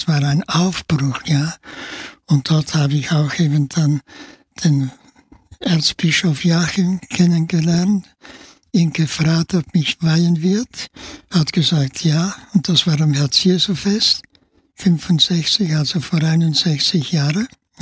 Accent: Barcelona, Catalonia, Spain; German is a second language; moved away as an adult; also born or lived in Germany; now in Vienna, Austria; Ich bin also 59 von Spanien nach Österreich gekommen. Ich war ja Piaristenschüler in Barcelona, ich bin auch in Barcelona geboren.

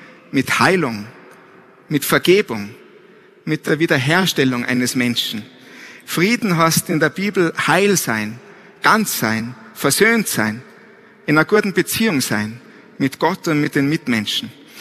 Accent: Tyrol, Austria; Ja, ich hoffe, Sie verstehen mich, weil ich bin aus Tirol. Man hört es wahrscheinlich.

